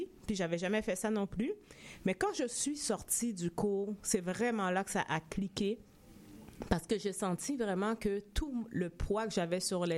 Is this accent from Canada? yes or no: yes; Montreal, Quebec, Canada; nous, on vient de Rivière-des-Prairies aussi, donc c'est un quartier qu'on adore.